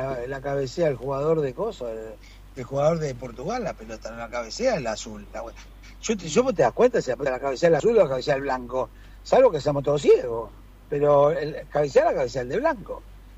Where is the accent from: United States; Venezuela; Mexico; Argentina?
Argentina; A mí como argentino me da vergüenza ver tantas cosas que vemos